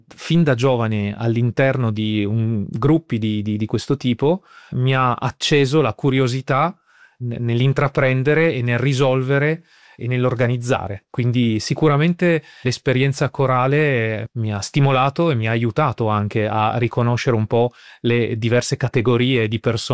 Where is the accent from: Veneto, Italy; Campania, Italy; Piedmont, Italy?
Piedmont, Italy; Sono originario della provincia di Cuneo